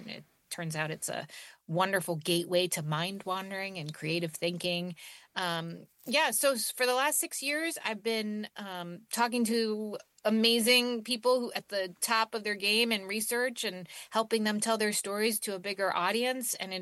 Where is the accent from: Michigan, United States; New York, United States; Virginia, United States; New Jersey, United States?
New Jersey, United States; So I grew up in New Jersey